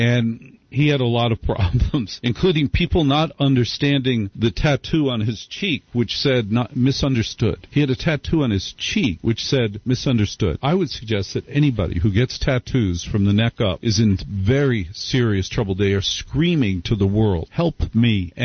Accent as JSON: {"language": "English", "town": "New York City", "region": "New York", "country": "United States", "said": "as a New Yorker"}